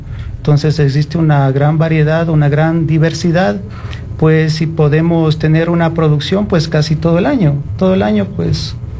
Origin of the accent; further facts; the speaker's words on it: Pimampiro, Imbabura, Ecuador; Igualmente vengo acá del sector de Pimampiro